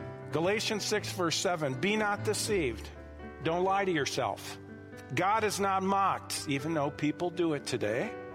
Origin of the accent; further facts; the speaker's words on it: United States; I am an American, and I have been blessed to live in this country my entire life.